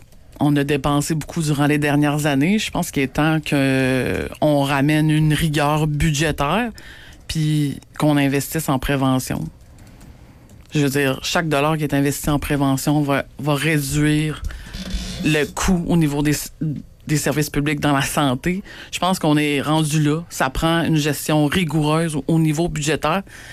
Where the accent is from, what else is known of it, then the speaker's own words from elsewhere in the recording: Lévis, Quebec, Canada; Je suis née à Lévis, j'élève mes enfants à Lévis, je parcours les mêmes épiceries, les mêmes restaurants que tout le monde.